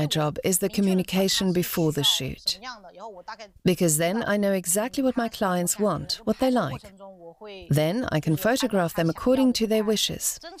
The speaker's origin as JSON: {"language": "English", "town": "Yangshuo", "region": "Guangxi", "country": "China", "tie": "born or raised there", "said": "I was born and raised in Yangshou, a picturesque area."}